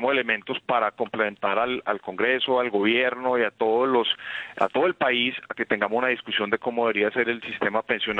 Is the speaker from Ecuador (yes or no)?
no; Colombia; Tenemos, como colombianos, que seguir activos, permanentes, apoyando toda esta reconstrucción